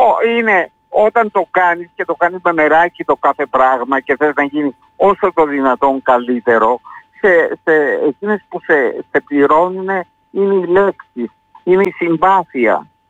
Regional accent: Heraklion, Crete, Greece; ως Ηρακλειώτες που είναι και αυτοί και εμείς.

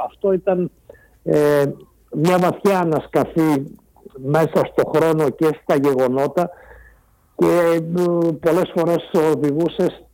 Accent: Marathos, Central Greece, Greece; εγώ κατάγομαι από το Μάροθο Βρυτανίας, είναι η γενέτειρα του Κατσαντώνη

